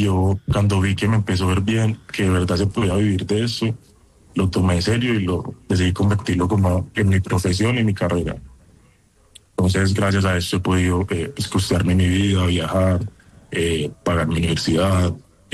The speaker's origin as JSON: {"language": "Spanish", "town": "Medellín", "region": "Antioquia", "country": "Colombia", "said": "Yo soy de aquí de Medellín. Mi papá sí es del Pacífico, es de Santa Cecilia, corregimiento de Santa Cecilia. Cerca del límite el Chocó con Risaralda, y mi mamá sí es paisa."}